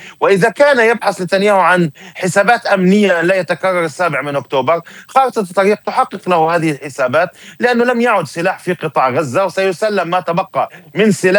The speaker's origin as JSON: {"language": "Arabic", "country": "Palestine", "said": "من حقنا كفلسطينيين"}